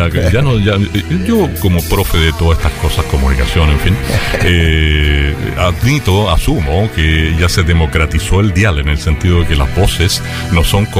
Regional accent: Valparaíso, Chile; now in Quilpué, Chile; Yo soy porteño, entonces sé de qué estoy hablando. Y ahora yo vivo en Quilpué, la segunda mitad de mi vida, aquí me voy a morir, digamos.

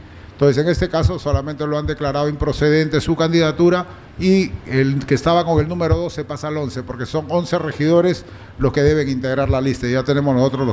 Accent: Tambogrande, Piura, Peru

